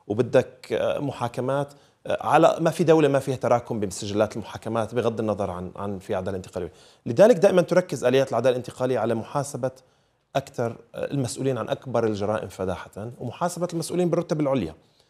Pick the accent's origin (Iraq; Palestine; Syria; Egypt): Syria; وحقيقة كسوريين عشنا بسوريا وبنعرف سوريا وحبسنا